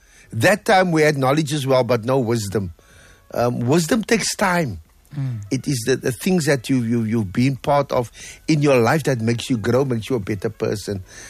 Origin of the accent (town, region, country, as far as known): Claremont, Western Cape, South Africa; born or raised there